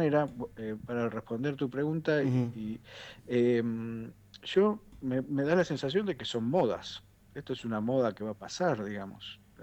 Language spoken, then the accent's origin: Spanish; Argentina